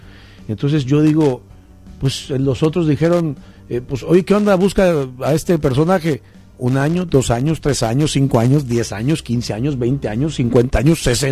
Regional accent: Mexico; me siento como mexicano vulnerable.

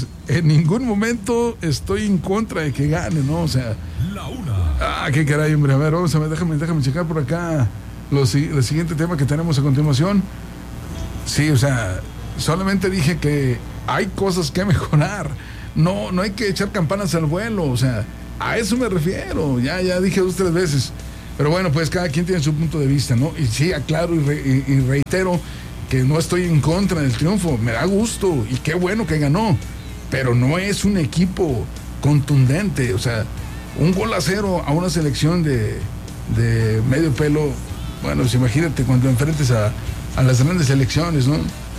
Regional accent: Mexico; No estoy en contra de la selección, jamás. Soy mexicano y que viva México y que gane siempre.

